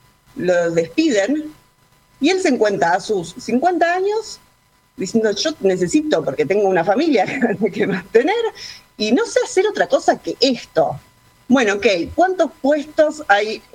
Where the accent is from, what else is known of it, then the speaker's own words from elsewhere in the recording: Argentina; acá yo creo que un poco nos toca como argentinos